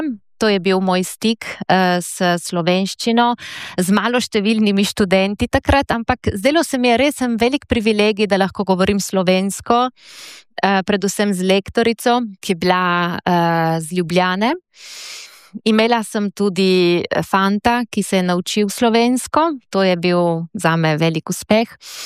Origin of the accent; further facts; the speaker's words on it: Friuli-Venezia Giulia, Italy; moved away as an adult; also born or lived in Padua, Italy / Rome, Italy; Izhajam iz Goriških Brd, iz zelo slovenske družine v Italiji. Ob koncu šole sem, čeprav sem bila zelo, zelo povezana, vključena v slovensko manjšino, se odločila, da bom šla študirati najprej v Padovo in potem v Rim